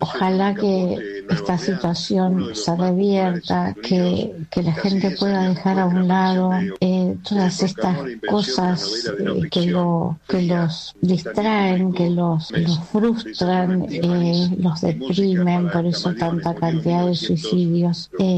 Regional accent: Quilmes, Buenos Aires Province, Argentina; de Quilmes, estoy escuchando los mensajes.

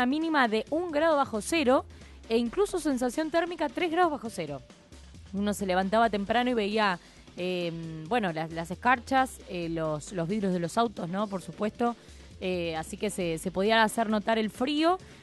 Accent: Argentina

